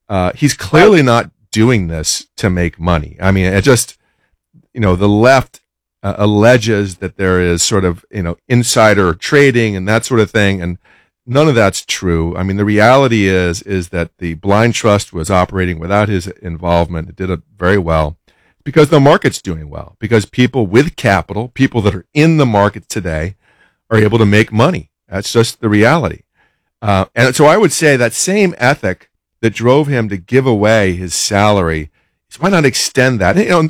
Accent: United States

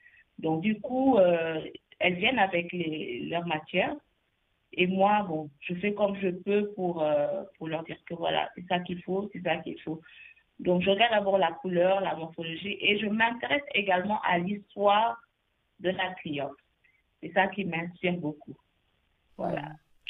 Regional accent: Senegal; born there

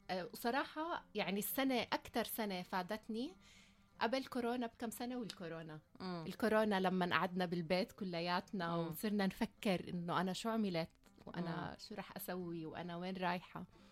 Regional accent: Jordan; moved away as an adult; now in Australia; أوكي، أنا إجيت من الأردن. بالأردن درست محاسبة بالجامعة وكان عندي خبرة بالمحاسبة شوي. بعدين لما اجيت على أستراليا كنت عم بحاول هيك ألاقي فرص بنفس مجالي.

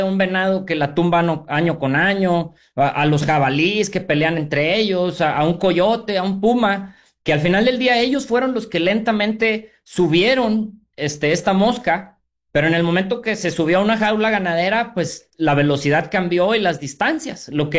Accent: Mexico; Y eso es la mayor soberanía que podemos tener como mexicanos

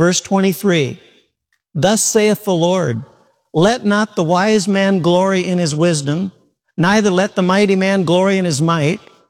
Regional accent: Midwest, United States; And I'm from the Midwest.

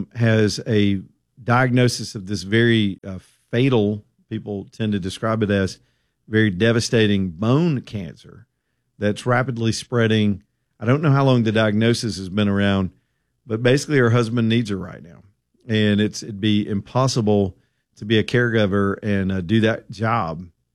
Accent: Alabama, United States; The guy heard my accent, wanted to know, you know, hey, you're from Alabama, huh?

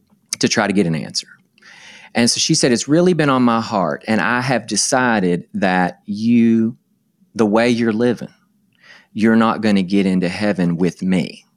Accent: Arkansas, United States; I was from Central Arkansas.

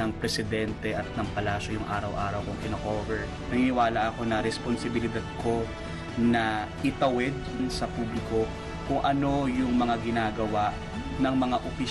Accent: Calabarzon, Philippines; Lumaki ako sa Cavite, and growing up, parang I've always been curious and aware sa nangyayari sa paligid.

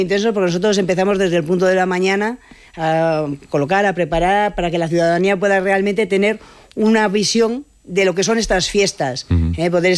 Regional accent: Logroño, La Rioja, Spain

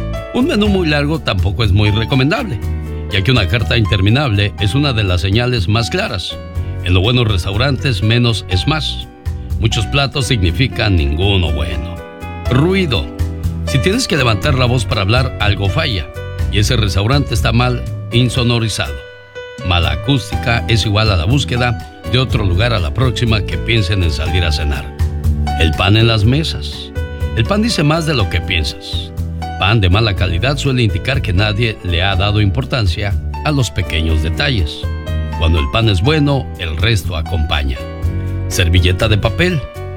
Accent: Mexico; yo soy mexicano

